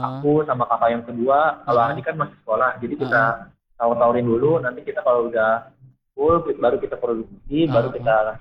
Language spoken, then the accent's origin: Indonesian; Bekasi, West Java, Indonesia; born there; padahal aku sendiri pun lahirnya di Bekasi dan mama papa tuh orang Jawa Kak